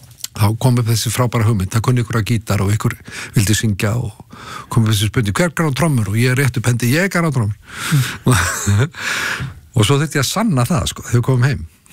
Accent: Kópavogur, Capital Region, Iceland; also born or lived in Long Island, United States; Já, já, ég eldi upp í Kópavogur.

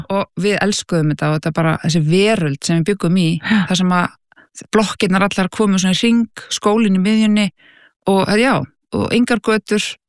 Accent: Reykjavík, Capital Region, Iceland; Ég hérna, er uppalinn í Bökkunum í Breiðholti, frábær staður.

